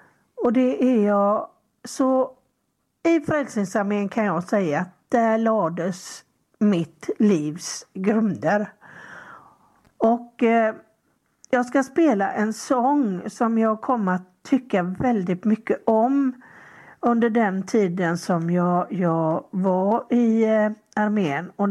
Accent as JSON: {"language": "Swedish", "town": "Gothenburg", "region": "Västra Götaland County", "country": "Sweden", "tie": "born or raised there", "said": "Jag växte upp i Landala."}